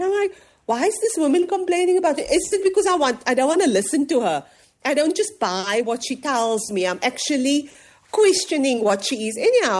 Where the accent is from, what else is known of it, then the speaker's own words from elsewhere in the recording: Cape Town, Western Cape, South Africa; moved away; I'm from the Cape Flats. I'm from Mitchells Plain. These are my people.